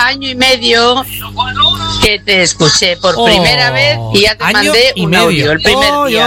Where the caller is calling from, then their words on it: Sabadell, Catalonia, Spain; de Sabadell.